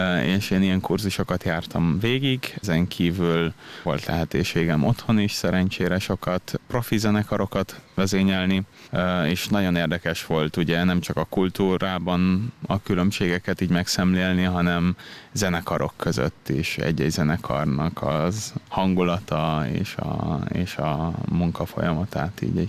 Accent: Sopron, Győr-Moson-Sopron, Hungary; moved away as an adult; also born or lived in Páty, Hungary / Milan, Italy; now in Vienna, Austria; ahol félig Pátyon, félig pedig Bécsben éltünk, majd a családom végül Sopronban telepedett le. Ott is nőttem fel.

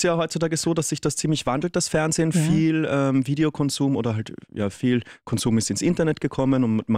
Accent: Vienna, Austria; meine Großmutter kommt aus Traunstein, also in Bayern. Ich bin aber in Wien geboren und aufgewachsen. Also ich bin kein Ur-Wiener, aber ich würde sagen, ich bin Wiener, aber eigentlich bin ich Österreicher und Europäer

